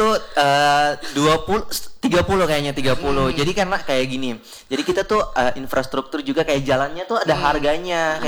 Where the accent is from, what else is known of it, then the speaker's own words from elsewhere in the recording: Ternate, North Maluku, Indonesia; Kita kan dari Kota Ternate, Kota Kepulauan, terus ada di ujung timur kayak gitu-gitu kan.